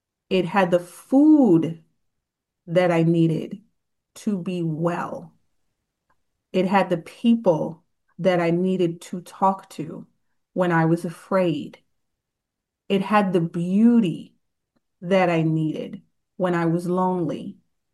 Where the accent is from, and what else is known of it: New York City, New York, United States; born or raised there